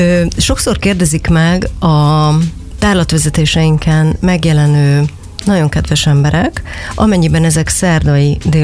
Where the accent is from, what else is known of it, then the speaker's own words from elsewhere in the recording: Budapest, Hungary; én ezen a környéken nőttem föl, tulajdonképpen egy utcával alatta